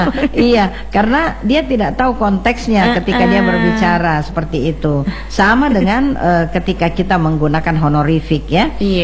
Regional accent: South Sulawesi, Indonesia; accent: Makassar; Padahal kita juga punya logat seperti ini. Saya kan

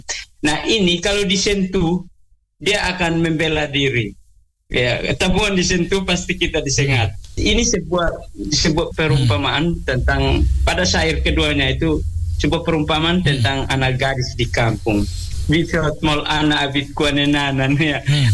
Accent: South Central Timor, East Nusa Tenggara, Indonesia; kami orang TTS

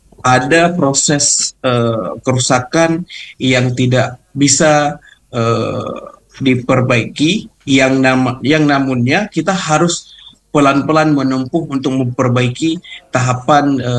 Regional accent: Langkahan District, Aceh, Indonesia; saya seperti asal dari Kecamatan Langkahan

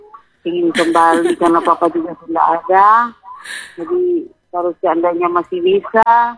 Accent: North Sulawesi, Indonesia; now in Bunaken, Indonesia; Kita masa kecilnya kan di Bolang Mongondo.

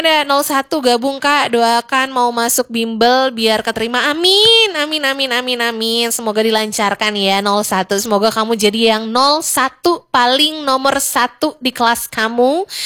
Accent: Manado, North Sulawesi, Indonesia; also born or lived in Tomohon; Jadi kalau kamu mau tanya aku kampung halaman di mana, banyak. Manado kampung halaman aku, Tomohon kampung halaman aku, jawir-jawir banget gitu.

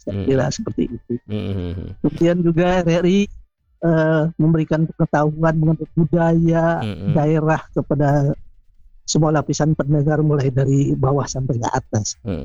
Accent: Bandung, West Java, Indonesia; born there; now in Jakarta, Indonesia; waktu kecil di Bandung itu ya mulai umur 5 tahun saya udah dengar Radio Republik Indonesia.

